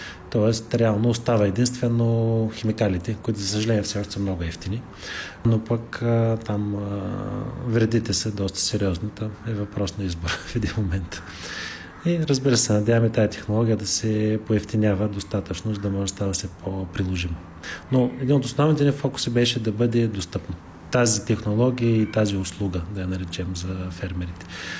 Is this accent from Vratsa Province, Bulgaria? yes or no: no; Gabrovo Province, Bulgaria; Ние сме от Габрово, между другото